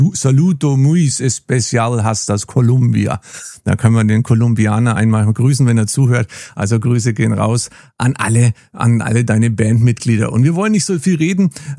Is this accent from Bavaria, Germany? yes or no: yes; Nuremberg, Bavaria, Germany; Ich erinnere mich noch an die erste Eisenbahn in meiner Heimat, natürlich Nürnberg nach Fürth.